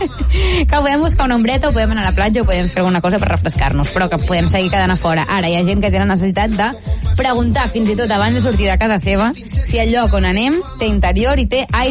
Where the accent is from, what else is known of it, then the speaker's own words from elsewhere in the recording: Blanes, Catalonia, Spain; d'entrada soc de Blanes. Llavors, tota la meva adolescència l'he viscut a la platja